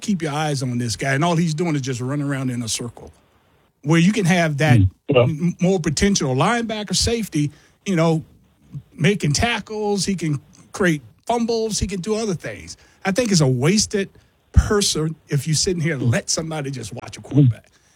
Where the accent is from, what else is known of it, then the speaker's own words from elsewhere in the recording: Virginia, United States; Growing up in Virginia, I never been to West Virginia.